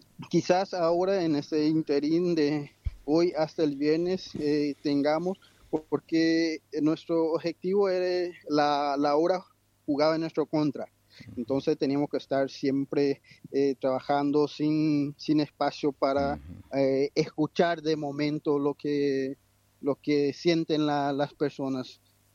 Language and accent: Spanish; Paraguay; yo como paraguayo.